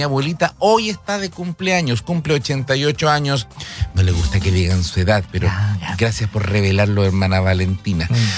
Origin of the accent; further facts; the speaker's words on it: Osorno, Los Lagos, Chile; soy de Osorno.